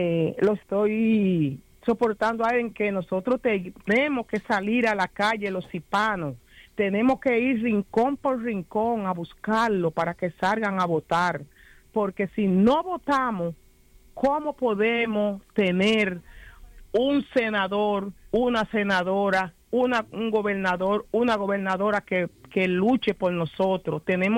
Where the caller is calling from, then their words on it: St. Thomas, U.S. Virgin Islands; le estoy llamando desde San Tomás.